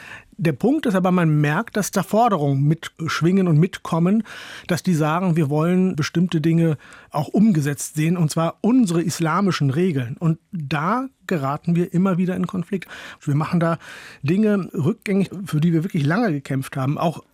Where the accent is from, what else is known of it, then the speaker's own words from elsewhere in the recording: Holland-Vielenfleet, Northern Germany, Germany; Da sage ich, ja, richtig komme ich aus Norddeutschland, nämlich aus Holland-Vielenfleet.